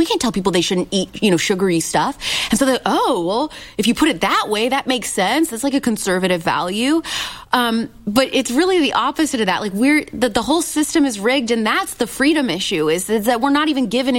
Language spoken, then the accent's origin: English; Midwest, United States; I'm from the Midwest.